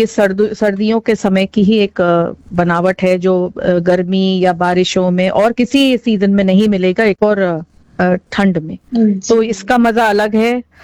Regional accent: Lucknow, Uttar Pradesh, India; now in Mumbai, India; मतलब मैं चूंकि लखनऊ से हूँ, मैं लखनऊ से खाना बनाने का मुझे शौक भी है

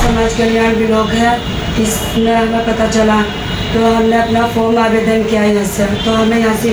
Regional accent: Mandawar, Uttar Pradesh, India; मंडावर बिजनौर शहबाजपुर की रहने वाली।

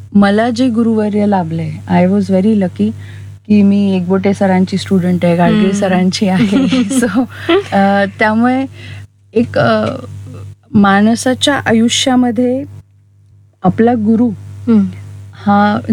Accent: Nashik, Maharashtra, India; also born or lived in Pune; बालपण नाशिकमध्येच. अर्थात मी शाळेत निर्मला कॉन्व्हेंटला होते आणि नंतर 11वी 12वी KTHM

